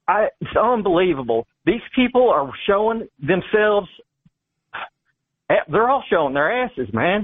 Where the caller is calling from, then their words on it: Indiana, United States; I'm a purebred Indiana Christian boy. I live 5 minutes from Kentucky